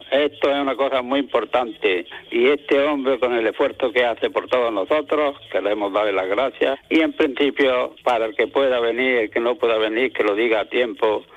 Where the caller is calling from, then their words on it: Almuñécar, Andalusia, Spain; de Almuñécar, de la Peña El Aguacate.